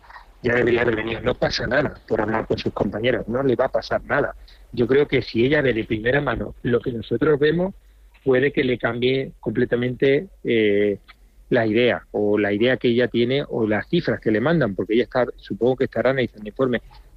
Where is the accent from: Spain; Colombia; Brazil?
Spain; queremos seguir siendo españoles, y actualmente, desgraciadamente, le tengo que decir que ahora mismo esto no parece España.